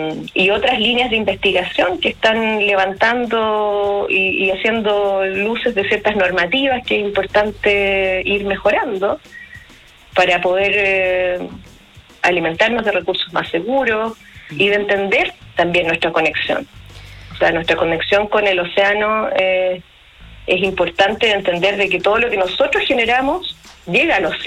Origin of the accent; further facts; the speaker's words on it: Valparaíso, Chile; yo por lo menos soy porteña, he vivido aquí.